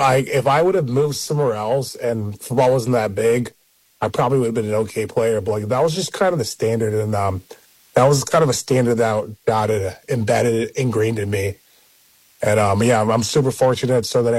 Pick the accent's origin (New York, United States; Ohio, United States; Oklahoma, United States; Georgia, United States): Ohio, United States; Centerville; also born or lived in New Jersey; So they immigrated from Nigeria to United States just for a better opportunity. So I was born in New Jersey. And then from there, I worked my way to Centerville.